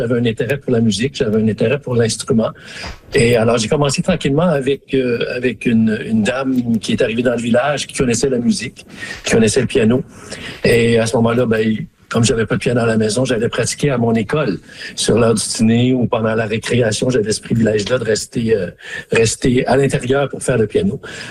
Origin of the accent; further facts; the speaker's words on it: Smooth Rock Falls, Ontario, Canada; J'ai des très bons souvenirs de ma présence, de mon enfance dans le Nord. Et oui, ce pont-là, c'est un pont emblématique. Le pont à Smoothwork Falls, il y en a pas plusieurs comme ça en Ontario ou au Canada.